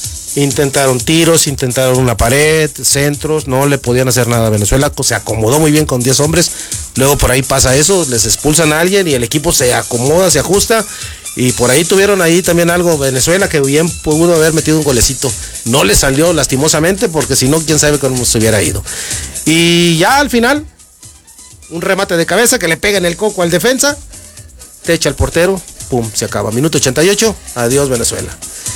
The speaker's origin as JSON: {"language": "Spanish", "country": "Mexico", "said": "uno como mexicano"}